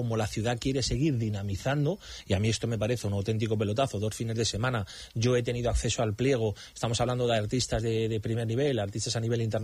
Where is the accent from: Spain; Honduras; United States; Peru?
Spain; Móstoles, Community of Madrid; los que somos de Móstoles